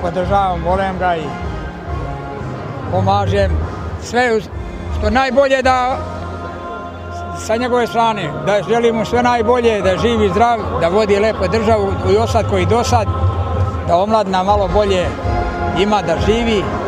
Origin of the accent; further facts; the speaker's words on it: Ljubovija, Šumadija and Western Serbia, Serbia; Od Ljubovije, Gornja Orovica.